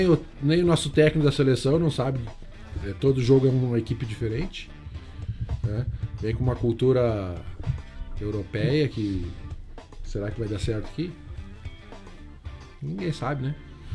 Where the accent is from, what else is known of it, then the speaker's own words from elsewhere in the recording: Rio Grande do Sul, Brazil; Eu sou gaúcho, né?